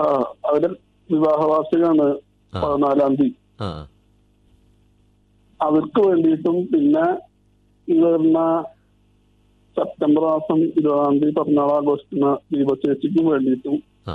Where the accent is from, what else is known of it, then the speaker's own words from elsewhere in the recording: Kumbadi, Kerala, India; കുമ്പടിയിൽ നിന്ന്